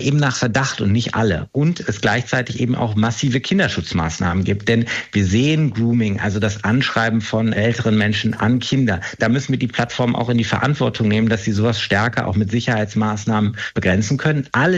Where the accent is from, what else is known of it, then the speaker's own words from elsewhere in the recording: North Rhine-Westphalia, Germany; Ich komme aus Nordrhein-Westfalen